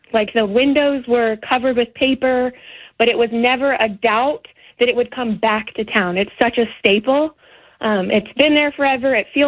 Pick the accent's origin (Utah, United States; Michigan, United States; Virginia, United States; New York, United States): Virginia, United States; Fredericksburg; I've been here since the day I was born.